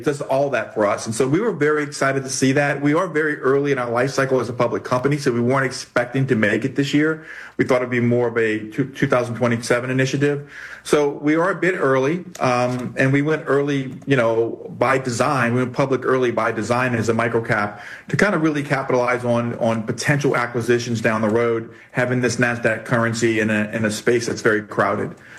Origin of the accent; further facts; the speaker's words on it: New Orleans, Louisiana, United States; so I went to LSU. I'm from New Orleans